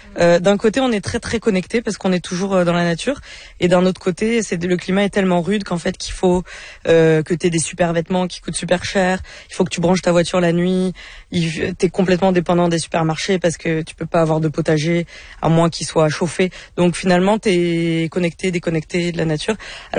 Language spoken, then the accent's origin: French; Île-de-France, France; moved away as an adult; now in Quadra Island, Canada; j'ai 32 ans. Je suis française de France, originaire de région parisienne. Puis j'habite aussi sur l'île de Quadra. Je travaille à Campbell River. J'habite à Quadra depuis 3 ans et demi maintenant.